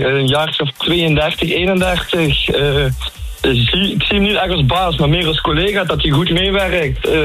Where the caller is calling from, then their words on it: Sittard, Limburg, Netherlands; Ik kom uit Limburg, uit Sittard.